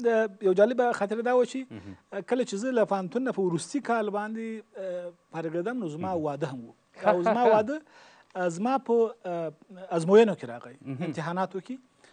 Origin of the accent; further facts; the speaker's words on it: Kandahar, Afghanistan; also born or lived in Ghazni / Kabul; نو موږ بیا له کندهار نه یو دوه درې کاله مود الته درس زده کړې وکړې.